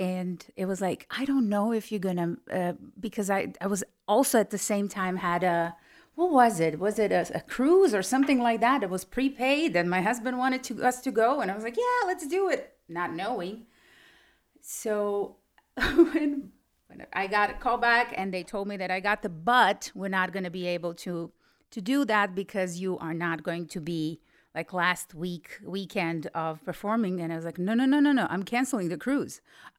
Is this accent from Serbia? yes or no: yes; Serbia; moved away as an adult; now in Austin, United States; I am originally from Serbia, where I worked and lived for 35 years before I moved here 10 years ago. Oh, God, I'm old. In Serbia, I worked in theater